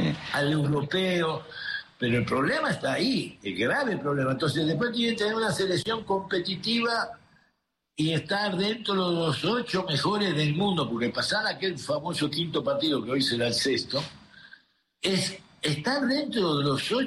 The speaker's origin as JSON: {"language": "Spanish", "country": "Mexico", "said": "yo lo que estoy pensando es como mexicano, de cómo podemos mejorar."}